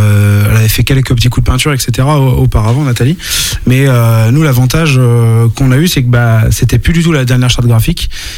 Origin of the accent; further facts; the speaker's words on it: Challans, Pays de la Loire, France; j'ai fait mon enfance ici, donc ouais, je connais.